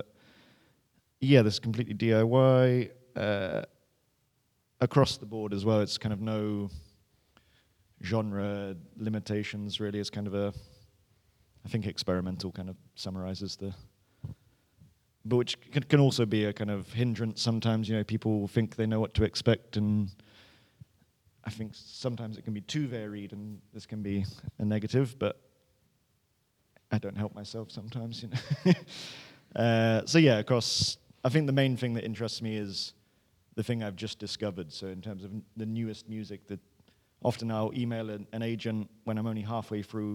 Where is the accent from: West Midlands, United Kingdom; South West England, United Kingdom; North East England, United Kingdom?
South West England, United Kingdom; Bristol; from Bristol.